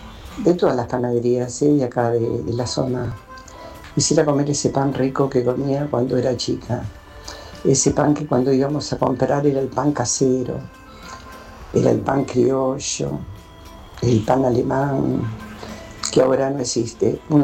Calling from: Castelar, Buenos Aires Province, Argentina; yo estoy acá en Castelar

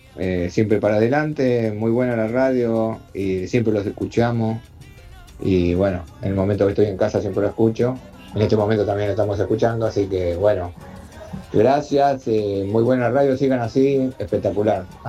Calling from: Lomas de Zamora, Buenos Aires Province, Argentina; de Loma de Zamora.

